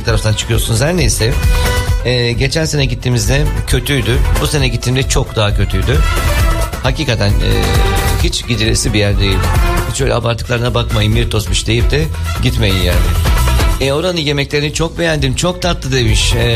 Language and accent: Turkish; Xanthi, Eastern Macedonia and Thrace, Greece; ben İskeçeliyim demedim yoksa bizi almazlar.